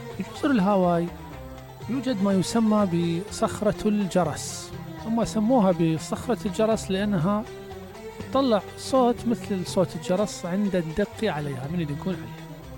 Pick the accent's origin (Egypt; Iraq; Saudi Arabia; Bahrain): Iraq; احنا ما عندنا بالعراق